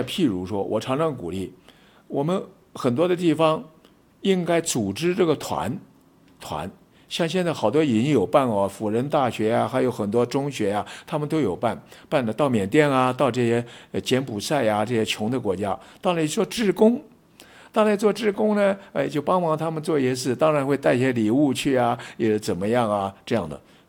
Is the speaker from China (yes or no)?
no; Taiwan; 他晓得我从台湾来的